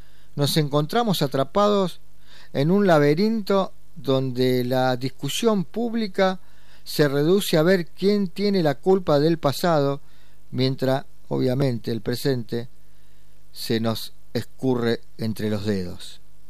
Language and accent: Spanish; Argentina